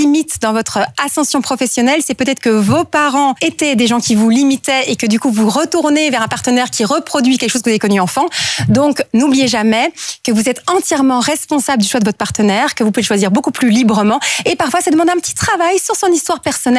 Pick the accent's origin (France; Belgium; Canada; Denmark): Belgium